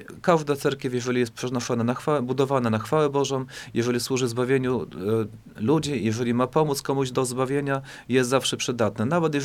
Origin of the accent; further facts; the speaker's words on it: Lemko Region, Poland; mianowicie sam pochodzę z Łękowszczyzny. Gdyby to było na Łękowszczyźnie, to w każdej wiosce, typu Ogroniczki, Ciasne, Karakule, w każdej większej wiosce stałaby cerkiew.